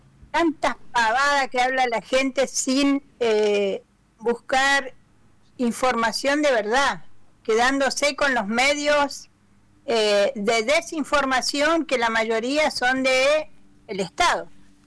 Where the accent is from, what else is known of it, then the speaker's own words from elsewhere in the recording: Río Negro, Argentina; Hola a todos, bueno, soy de acá del Nahuel Huapi.